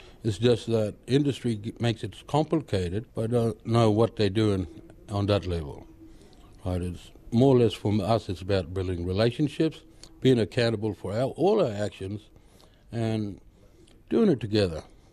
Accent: Western Australia, Australia; We ain't moving. I ain't going anywhere. I'm from the Pilbara, built for it.

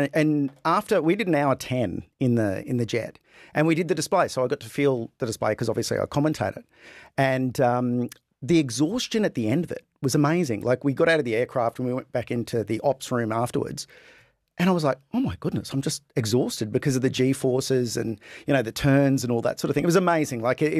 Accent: Ipswich, Queensland, Australia; Well, I grew up in Ipswich, so right near RAF Base Amberley.

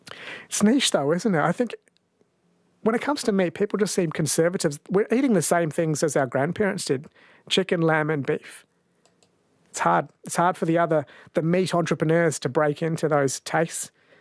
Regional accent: Kerala, India; born there; Mañana in Malayalam, I was born in Kerala, means yesterday.

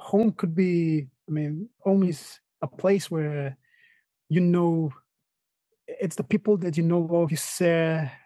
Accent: Papua New Guinea; Then when I told them PNZ, it's like, where is PNZ? Or sometimes when people know Papua New Guinea, it's always the negative about, like, you know, all this, all the violence and stuff like that that's happening

